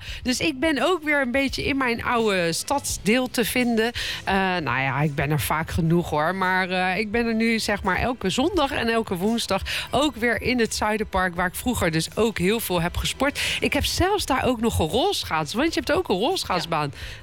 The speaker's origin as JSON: {"language": "Dutch", "town": "The Hague", "region": "South Holland", "country": "Netherlands", "tie": "born or raised there", "said": "we gaan even terug naar mijn wijk, waar ik ben opgegroeid, namelijk naar Leienburg, stadsdeel Eskamp natuurlijk."}